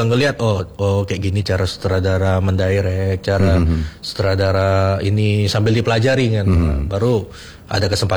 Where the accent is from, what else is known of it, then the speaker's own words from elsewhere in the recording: Jambi, Indonesia; moved away; saya anak asli Jambi yang mencari ilmu di luar